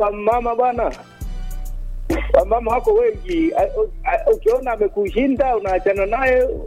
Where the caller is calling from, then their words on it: Ifunda, Iringa, Tanzania; Natokea Ifunda Kimalali, Simbri Gunga, mtaa Jasiri Mnyagani.